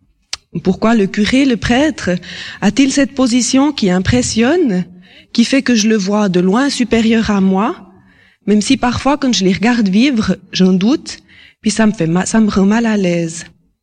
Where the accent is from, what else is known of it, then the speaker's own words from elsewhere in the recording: Lausanne, Vaud, Switzerland; born there; Je suis née à Lausanne et j'ai été baptisée dans la foi catholique. En famille, nous allions tous les dimanches à la messe.